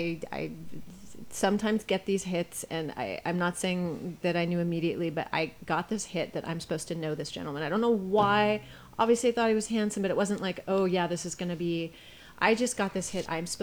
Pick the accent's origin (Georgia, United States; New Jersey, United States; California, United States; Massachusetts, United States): California, United States; Los Angeles; born or raised there; moved away as an adult; also born or lived in Berlin, Germany